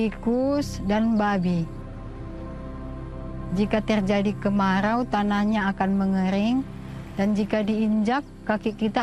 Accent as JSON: {"language": "Indonesian", "town": "Manompa", "country": "Indonesia", "tie": "born there", "said": "Saya lahir di Manompa sini pada tahun 1979."}